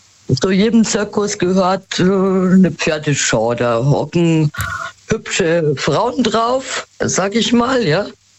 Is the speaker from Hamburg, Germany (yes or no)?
no; Munich, Bavaria, Germany; Weil den kenne ich, da war ich nämlich x-mal, weil ich komme aus München, ja.